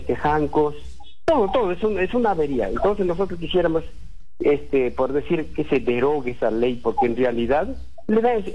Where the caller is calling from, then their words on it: San Pablo Province, Cajamarca, Peru; de acá de la provincia de San Pablo.